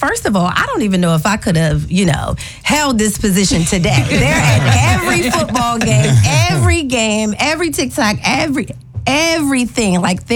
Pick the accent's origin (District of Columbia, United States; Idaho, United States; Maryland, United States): Maryland, United States; Baltimore; I'm from Baltimore.